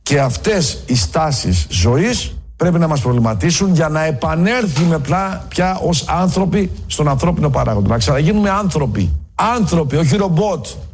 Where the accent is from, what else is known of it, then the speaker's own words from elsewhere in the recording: Greece; Δεν είναι ένα φαινόμενο βέβαια ελληνικό, αλλά εμένα με ενδιαφέρει η πατρίδα μου.